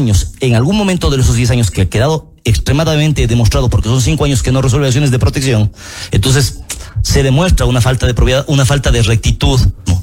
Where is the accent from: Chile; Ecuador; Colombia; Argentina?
Ecuador; yo como ciudadano ecuatoriano